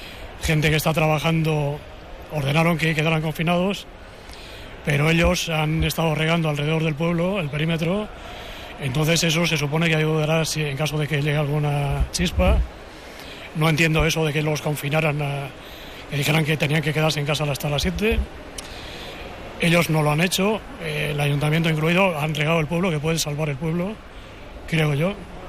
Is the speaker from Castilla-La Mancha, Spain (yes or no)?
yes; Bustares, Castilla-La Mancha, Spain; Buenos días … soy de Bustares, y nada, vinimos ayer.